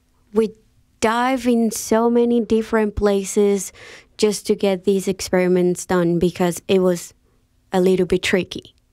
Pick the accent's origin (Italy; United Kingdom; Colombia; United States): Colombia; now in Tasmania, Australia; I come from South America